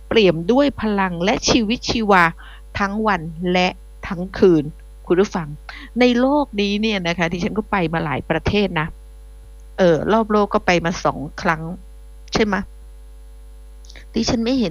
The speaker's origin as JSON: {"language": "Thai", "region": "Phuket", "country": "Thailand", "tie": "born or raised there", "said": "บ้านดิฉันเองจังหวัดภูเก็ตดิฉันได้เป็นคนบ้านนอกเนาะอยู่นอกนะนอกแผ่นดินนะดิฉันมาจากเกาะ"}